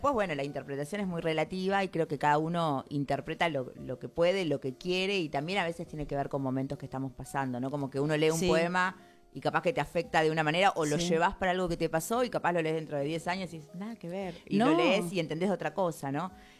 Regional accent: Santa Teresita, Buenos Aires Province, Argentina; yo soy de Santa Teresita, que es una localidad balnearia ahí en el Partido de la Costa

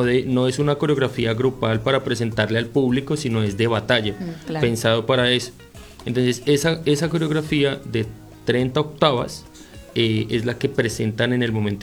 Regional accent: Colombia; now in Uruguay; porque en mi país el one versus one es recontra de moda, se estudia muchísimo y es un nivel importante. O sea, en Colombia tenemos un nivel, por fortuna, de one versus one increíble.

